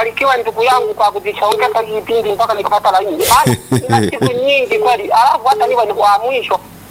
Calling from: Mlimba, Morogoro, Tanzania; Napatikana maeneo ya Mlimba Morogoro hapa kijiji changu cha Kimulumulu.

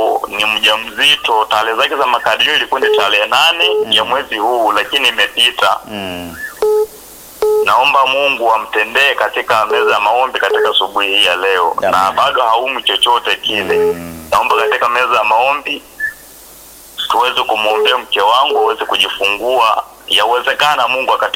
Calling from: Mpepo, Ruvuma, Tanzania; Mimi natokea Mpepo mkoa Ruvuma, makane kabisa mwa Msumbiji huku.

